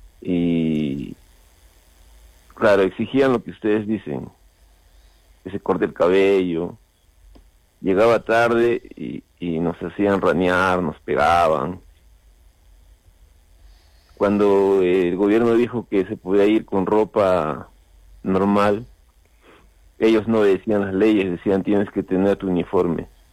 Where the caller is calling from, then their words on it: Peru; de Pachacute.